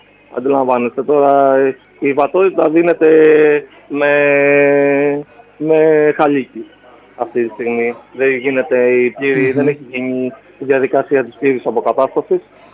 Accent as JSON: {"language": "Greek", "region": "Western Greece", "country": "Greece", "tie": "born there", "said": "στο χωριό μου τη Βουλιάχμενη"}